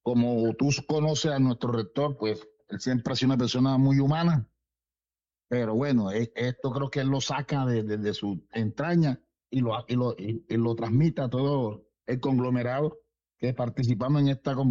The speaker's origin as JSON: {"language": "Spanish", "country": "Colombia", "said": "todos somos familia, los colombianos"}